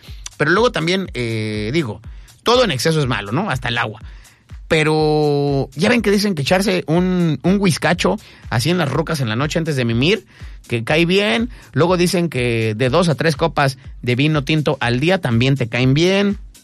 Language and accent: Spanish; Mexico City, Mexico; moved away; allá en la Capirucha, de donde soy yo y en el Establo de México